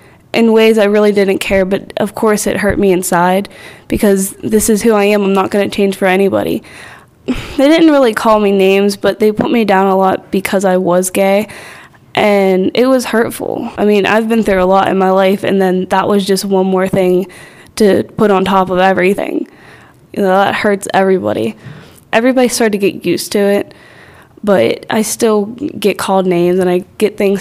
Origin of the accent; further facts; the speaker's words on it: Manassas, United States; I'm 16. I'm from Manassas, PA.